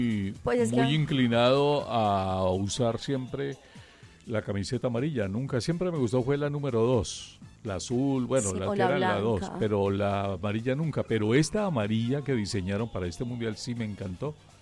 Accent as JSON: {"language": "Spanish", "country": "Colombia", "said": "a mí me quita el sello de que soy colombiana."}